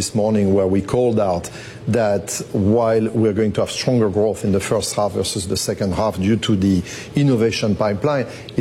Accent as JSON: {"language": "English", "country": "United States", "tie": "born there", "accent": "French", "said": "I was born in the U.S. despite my French accent"}